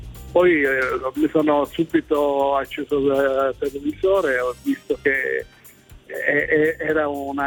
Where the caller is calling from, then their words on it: Rossano, Calabria, Italy; Chiamo dalla Calabria. Oh. Da Rossano Calabro.